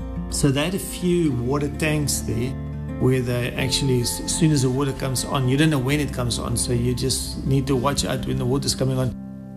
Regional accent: South Africa; Good day. … I'm from South Africa.

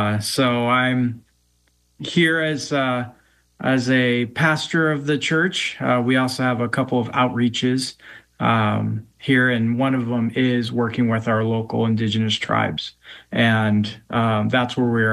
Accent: Portland, Oregon, United States; born there; Yes, I was born in Portland, Oregon, and I still live in the Portland area.

